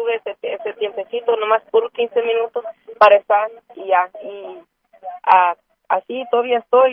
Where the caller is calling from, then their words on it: Sacramento, California, United States; Soy aquí de Sacramento